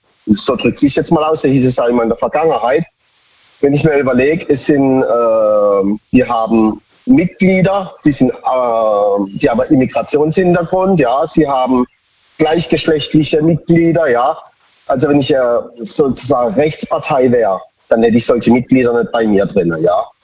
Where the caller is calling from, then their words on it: Baden-Baden, Baden-Württemberg, Germany; Von Baden-Baden.